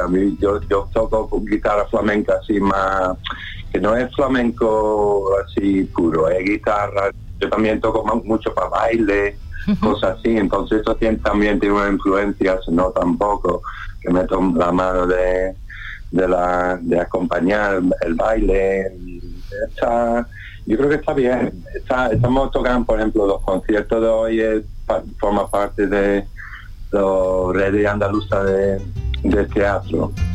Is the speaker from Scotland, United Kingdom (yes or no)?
yes; Scotland, United Kingdom; Spanish is a second language; moved away as an adult; now in Seville, Spain; Yo soy escocés, yo soy de Escocia.